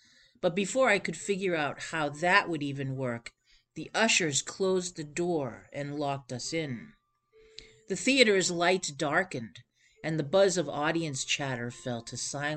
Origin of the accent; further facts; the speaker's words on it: Florida, United States; I grew up in Florida, and I grew up fishing on a boat with my parents pretty much my whole life.